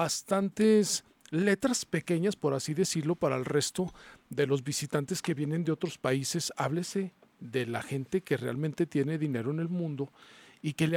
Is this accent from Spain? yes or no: no; Mexico; como somos los mexicanos de familiares, de afectos a la familia